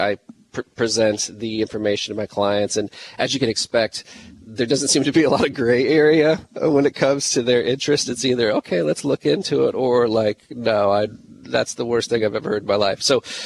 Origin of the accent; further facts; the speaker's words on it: Jacksonville, Illinois, United States; now in Springfield, United States; That's my hometown, Jacksonville.